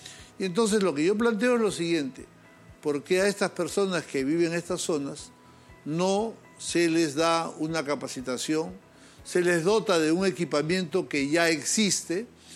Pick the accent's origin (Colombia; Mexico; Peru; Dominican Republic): Peru; como un ciudadano peruano que conoce mucho el Perú